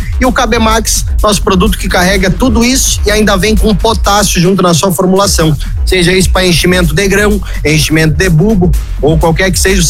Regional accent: Lages, Santa Catarina, Brazil; moved away as an adult; now in Rio do Sul, Brazil; eu sou natural de Lages, mas já trabalho aqui no Alto Vale fazem 3 anos e meio. Então moro em Rio do Sul

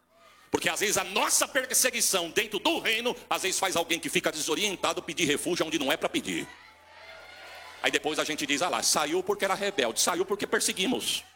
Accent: Catanduva, São Paulo, Brazil; Eu falei, não, eu sou de Catanduva.

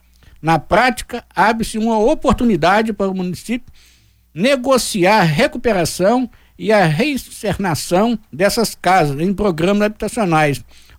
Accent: Minas Gerais, Brazil; born there; lá em Silveira Carvalho, onde eu nasci

